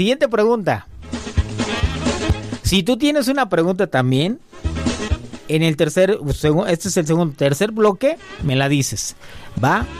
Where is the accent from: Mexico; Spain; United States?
Mexico; somos mexicanos, la verdad. Tenemos un humor muy pesado.